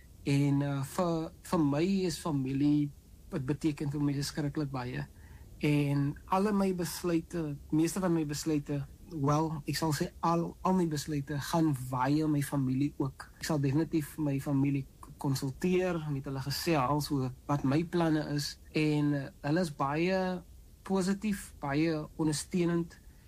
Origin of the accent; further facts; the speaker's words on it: Macassar, Western Cape, South Africa; is 'n laaitie, soos ek nou sal noem, van Makassar en groot geword, skool gegaan, Oklahoma primair en dan hoërskool, Makassar hoër en ek het dan nie, soos hulle noem, in die blokke groot geraak, in die flats, en ja, baie plat op die aarde groot geword